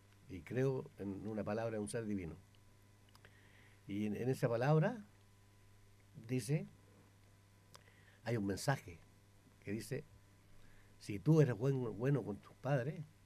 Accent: Chile; somos los jugadores de América, pucha, con tantas riquezas naturales, Chile, mucha cobre, litio, salmoneras las más grandes del mundo, y que estemos pasando por esto, oiga.

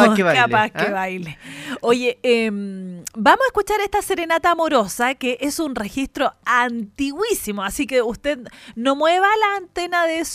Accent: Chile

